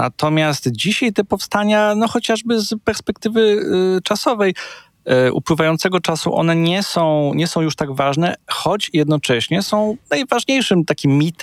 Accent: Gliwice, Silesian Voivodeship, Poland; u nas w Gliwicach

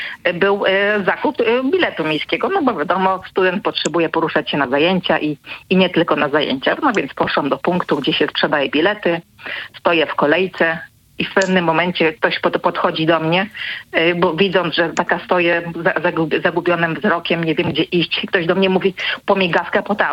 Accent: Masovian Voivodeship, Poland; galanty, to też jest w moich stronach, gdyż ja pochodzę z okolic Radomia

